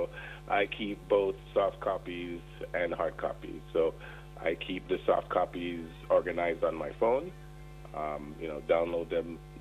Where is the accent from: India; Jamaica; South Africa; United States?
Jamaica; I'm Jamaican.